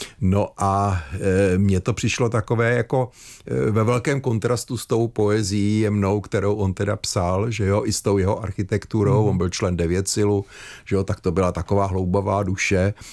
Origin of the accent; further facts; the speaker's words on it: Prague, Czechia; Za mýho dětství v Praze bylo kolem stovky, dneska jich je asi 5.